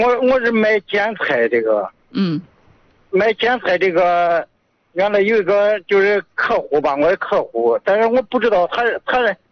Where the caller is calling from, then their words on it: Yuncheng, Shanxi, China; 我是咱烟湖区的。